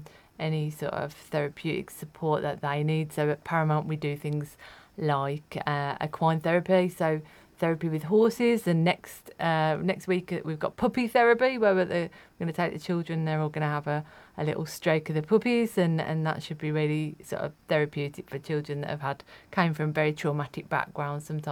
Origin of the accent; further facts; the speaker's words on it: Erdington, West Midlands, United Kingdom; I grew up in Erdington, a little bit.